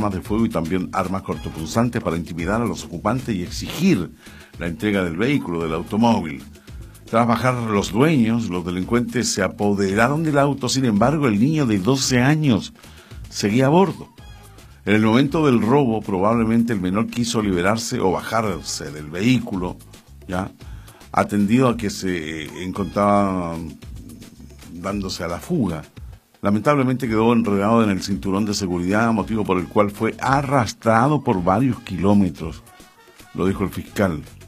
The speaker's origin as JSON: {"language": "Spanish", "region": "Valparaíso", "country": "Chile", "said": "nosotros somos de Playa Ancha, de Valparaíso"}